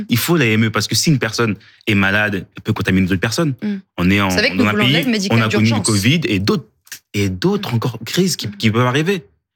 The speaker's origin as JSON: {"language": "French", "country": "France"}